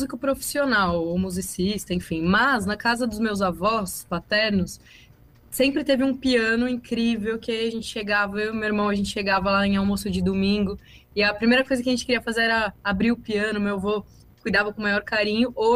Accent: São Paulo, Brazil; Sou de São Paulo, capital.

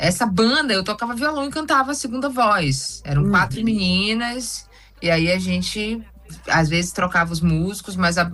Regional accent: Salvador, Bahia, Brazil; nascida no bairro do Bonfim, né? Eu fiz a música … em homenagem a esses bairros. Eu nasci no Bonfim ali.

